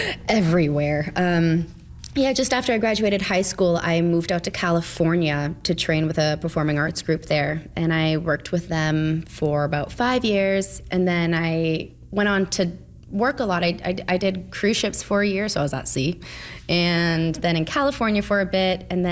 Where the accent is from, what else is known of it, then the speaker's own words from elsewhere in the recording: North Bay, Ontario, Canada; moved away as an adult; growing up in North Bay.